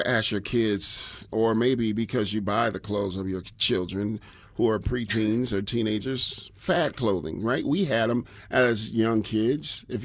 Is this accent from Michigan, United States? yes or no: yes; Detroit, Michigan, United States; I grew up with that in Detroit.